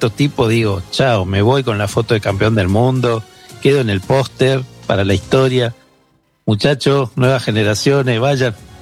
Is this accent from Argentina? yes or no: yes; Argentina; Yo siento que como hincha argentino, para nosotros el Mundial de Francia fue la carrera que nos costó.